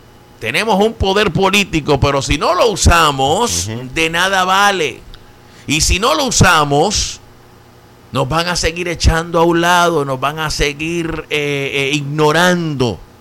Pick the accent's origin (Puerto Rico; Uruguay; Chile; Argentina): Puerto Rico; now in Pennsylvania, United States; La mayoría aquí somos puertorriqueños.